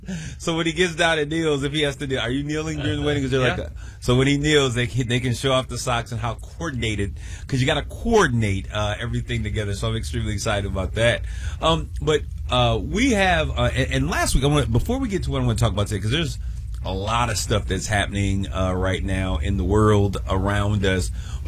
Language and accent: English; Saginaw, Michigan, United States; I grew up here in the Great Midwest, right here in Saginaw